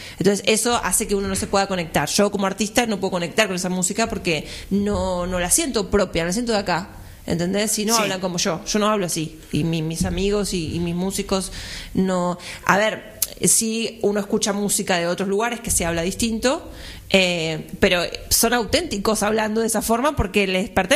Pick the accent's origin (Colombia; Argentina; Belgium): Argentina; argentinos y hablemos como argentinos. O sea, está bien, es la lengua castellana, hablamos español, pero acá tenemos una forma de hablar, ¿entendés?